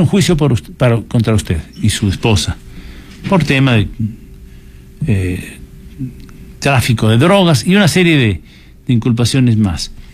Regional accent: Ecuador

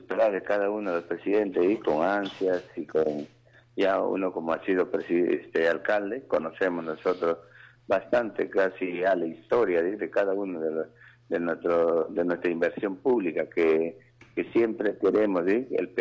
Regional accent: Peru; como nosotros, como peruanos

